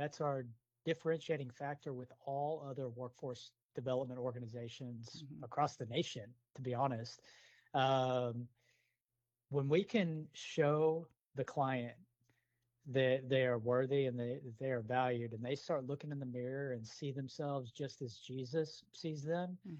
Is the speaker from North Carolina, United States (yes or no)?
no; Houston, Texas, United States; I grew up here in Houston.